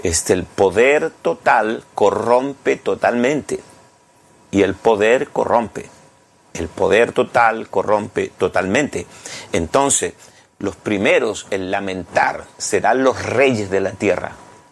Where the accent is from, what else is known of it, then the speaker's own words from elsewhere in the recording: Chile; soy de Chile.